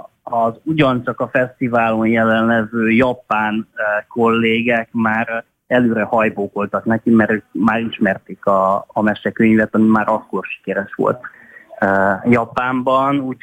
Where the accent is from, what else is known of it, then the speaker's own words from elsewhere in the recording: Transylvania, Romania; gyerekként én egy erdélyi faluban nőttem fel